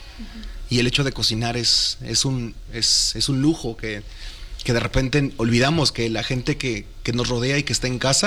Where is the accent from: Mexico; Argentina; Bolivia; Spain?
Mexico; Ayutla de los Libres, Guerrero; Soy del estado de Guerrero. Uh-huh. ¿De qué comunidad? La Costa Chica. El municipio se llama Ayutla de los Libres.